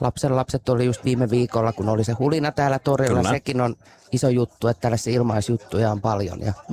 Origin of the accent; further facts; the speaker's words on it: Lahti, Päijät-Häme, Finland; moved away as an adult; also born or lived in Helsinki metropolitan area; Eli mähän olen Lahdesta kotoisin, syntynyt täällä vuonna 60-luvulla jo.